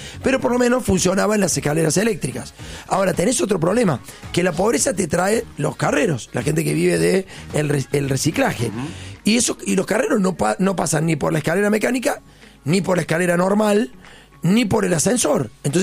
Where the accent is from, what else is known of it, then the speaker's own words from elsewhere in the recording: Córdoba, Argentina; moved away; yo soy de Córdoba, no soy de acá.